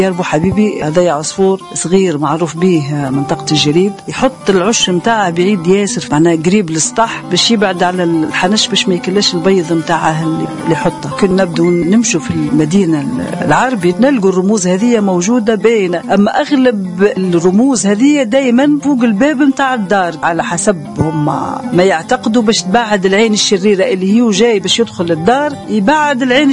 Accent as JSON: {"language": "Arabic", "region": "Tozeur Governorate", "country": "Tunisia", "said": "وإحنا جريد"}